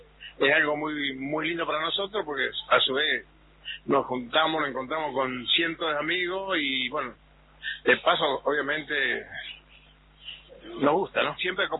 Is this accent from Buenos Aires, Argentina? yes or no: no; Misión Nueva Pompeya, Chaco, Argentina; nosotros venimos con un grupo grande de Pompeya, con jinetes de Pompeya y familias